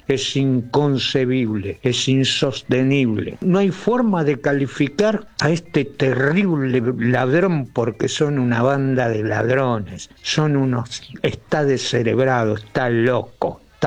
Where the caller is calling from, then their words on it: Mar del Plata, Buenos Aires Province, Argentina; de Mar del Plata.